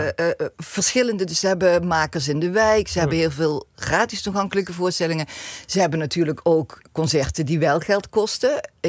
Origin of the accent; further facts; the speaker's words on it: Nuth, Limburg, Netherlands; born there; In het dorp waar ik geboren ben in de buurt.